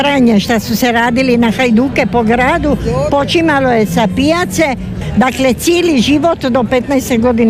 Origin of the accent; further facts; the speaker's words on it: Trogir, Split-Dalmatia County, Croatia; Ja sam rođena u Maloj palači Čipiko, a poslije toga u Velikoj živila. Dakle, ja sam u pravom smislu riječi dite sa pijace.